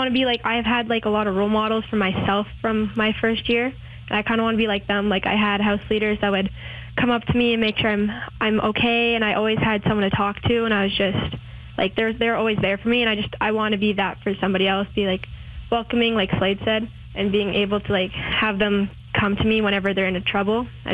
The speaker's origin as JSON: {"language": "English", "town": "Flin Flon", "region": "Manitoba", "country": "Canada", "also_born_or_lived": "Creighton, Saskatchewan", "said": "I'm originally from Flin Flon, Manitoba, /Creighton, Saskatchewan, right on the border."}